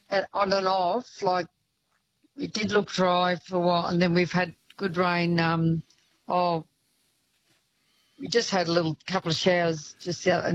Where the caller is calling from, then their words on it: Swan Hill, Victoria, Australia; I'm ringing from Swan Hill.